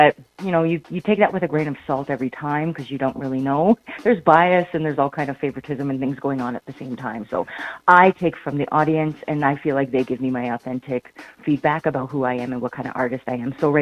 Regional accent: Big Stone Cree Nation, Alberta, Canada; also born or lived in multiple communities on and off reserve; I'm from Big Stone Cree Nation originally in northern Alberta Treaty 8 territory. So I'm from, some people call it Woodland Cree, we call it Bush Cree. And that's where I'm from. I grew up in like multiple communities.

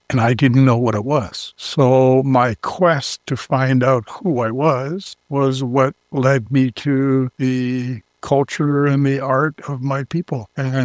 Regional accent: Kitkatla, British Columbia, Canada; I come from the little village of Kitkatla, which is known to anthropologists as the oldest continuously inhabited site in North America.

